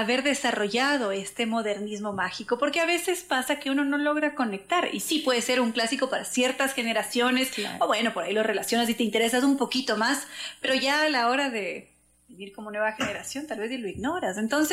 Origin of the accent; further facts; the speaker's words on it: Ecuador; quienes sí somos ecuatorianos.